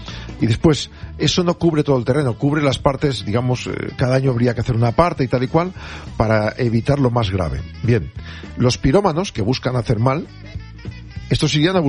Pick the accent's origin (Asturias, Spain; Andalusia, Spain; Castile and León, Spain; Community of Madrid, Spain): Castile and León, Spain; Neila; moved away; Con los pinos de mi pueblo en Neila